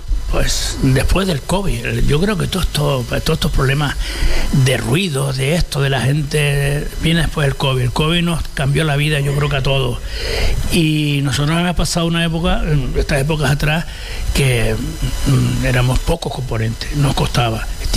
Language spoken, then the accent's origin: Spanish; Canary Islands, Spain; No soy buen canario.